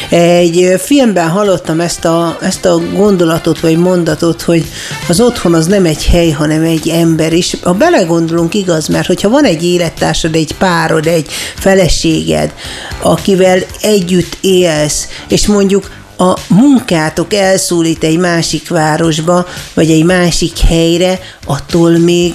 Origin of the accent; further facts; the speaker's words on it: Debrecen, Hajdú-Bihar, Hungary; én Debrecenbe születtem, nőttem föl, és itt is élek, és ha nem muszáj, nem hagynám el Debrecen